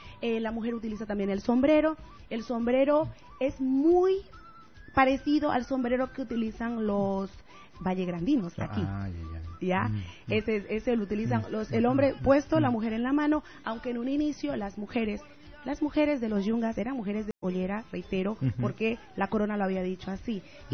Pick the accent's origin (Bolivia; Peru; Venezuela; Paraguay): Bolivia; somos el pueblo boliviano, estamos presente haciendo bulla y con eco